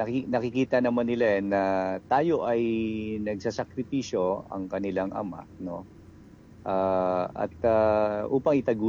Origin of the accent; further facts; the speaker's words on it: Manila, Metro Manila, Philippines; sa amin sa Manila